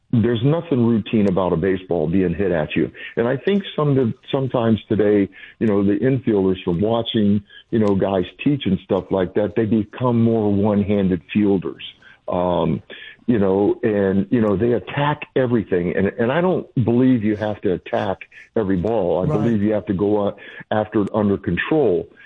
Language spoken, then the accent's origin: English; Florida, United States; You know, in Florida growing up, in the afternoons, you know, when I was young, I was probably 8, 9, 10 years old